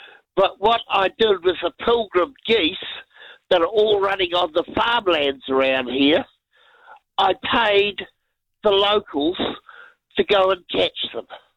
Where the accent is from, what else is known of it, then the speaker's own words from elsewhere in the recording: Puhokio, Hawke's Bay, New Zealand; I'm from Buhaka, northern Hawke's Bay.